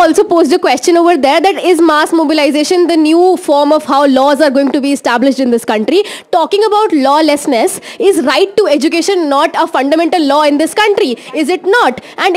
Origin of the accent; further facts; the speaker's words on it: Rudrapur, Uttarakhand, India; I am from Rudrapur in Uttarakhand. It's the smallest city you would have never even heard of.